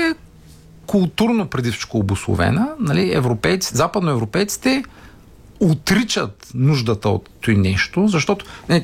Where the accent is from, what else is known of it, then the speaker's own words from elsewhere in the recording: Yambol, Yambol Province, Bulgaria; аз съм от Ямбол.